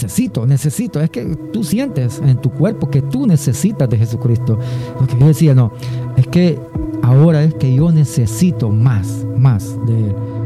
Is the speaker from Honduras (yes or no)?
yes; Honduras; moved away; en mi país, en Honduras